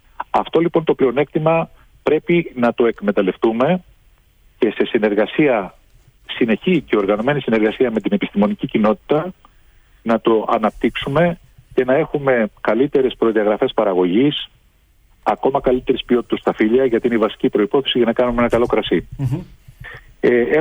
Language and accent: Greek; Macedonia, Greece; Ναι, το μεγαλύτερο μέρος της ζωής μου είναι, είμαι Μακεδόνας.